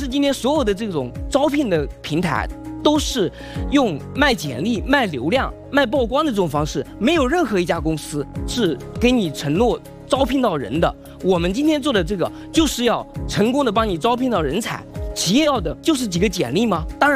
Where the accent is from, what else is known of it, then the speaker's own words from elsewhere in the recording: a village in Taojiang County, Hunan, China; moved away; 我是来自于湖南省桃江县的一个农村，